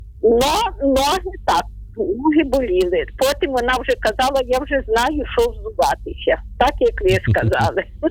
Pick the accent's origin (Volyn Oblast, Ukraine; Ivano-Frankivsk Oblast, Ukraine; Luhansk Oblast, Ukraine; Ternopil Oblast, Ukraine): Ternopil Oblast, Ukraine; Я з Тернопільщини, пішу не ходила, але хочу сказати, в нас є ще одна роща греко-католицька.